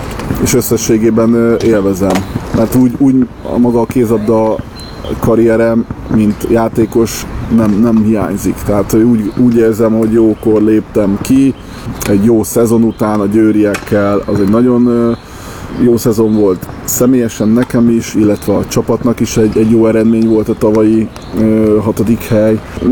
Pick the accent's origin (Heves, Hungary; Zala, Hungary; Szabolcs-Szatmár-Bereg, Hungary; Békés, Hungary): Békés, Hungary; Orosháza; also born or lived in Szeged; Gyakorlatilag Orosházán születtem, ott nőttem föl, Szegeden voltak a legszebb éveim